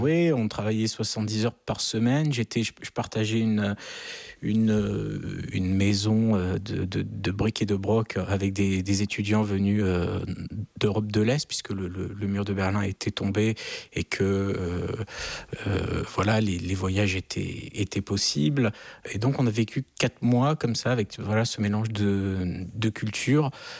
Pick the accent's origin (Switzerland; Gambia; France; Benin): France; Je suis français, je vis en France.